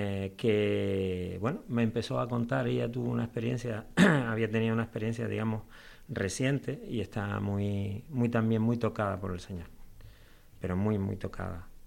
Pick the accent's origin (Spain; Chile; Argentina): Spain; Telde, Canary Islands; Yo me acuerdo de ir pequeñito, mi abuelo, somos de Telde, mis abuelos maternos vivían en San Antonio y me acuerdo de ir a la ermita de San Antonio a escuchar misa los sábados con él por la tarde, ¿no?